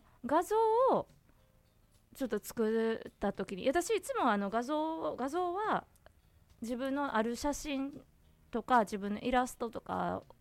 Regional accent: Kansai, Japan; accent: Kansai dialect; 私が関西弁で聞くからかもしれんけど

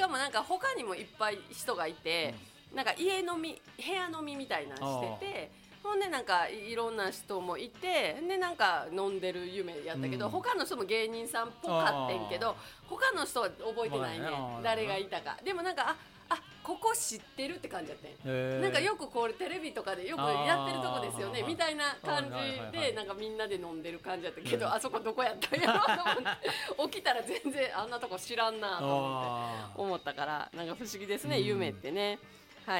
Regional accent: Takatsuki, Osaka, Japan; あの地元の高槻っていうところでやってるイベントがあるんです、毎月1回ね。

